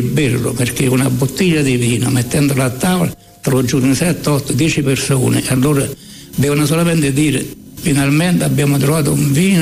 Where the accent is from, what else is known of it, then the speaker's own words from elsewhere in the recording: Taurasi, Campania, Italy; Taurasi è tutto, è la mia vita. Io sono nato qua a Taurasi. Io sono vissuto qua, sono stato qua, ho fatto tante per Taurasi